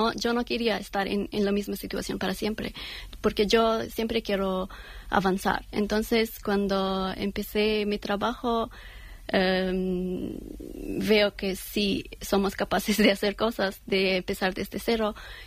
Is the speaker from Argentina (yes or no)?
no; Afghanistan; Spanish is a second language; now in Spain; no soy de aquí y no soy de Afganistán ahora, como, pero siempre Afganistán es mi hogar